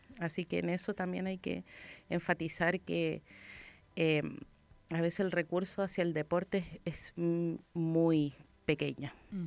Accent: Chile; porque no se tiene que notar que somos de Chile.

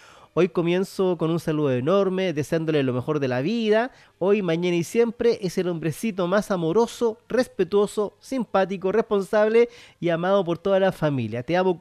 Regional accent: Santiago, Santiago Metropolitan Region, Chile; de repente ya de un día para otro éramos San Joaquín

